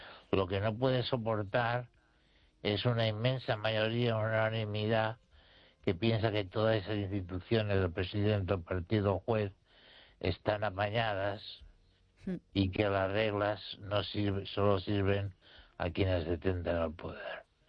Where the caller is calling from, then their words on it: Spain; soy un español que razona